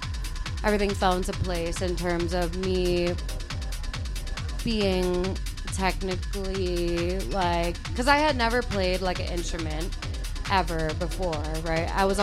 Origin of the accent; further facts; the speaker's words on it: Guam; Yeah, I'm from Guam. Okay. Like, born and raised.